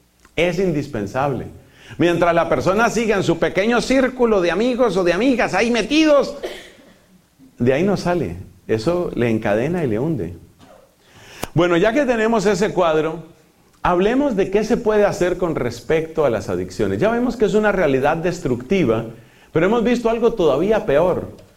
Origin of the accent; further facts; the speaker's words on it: Colombia; En mi país, para vergüenza de Colombia, y esto sucede en otros sitios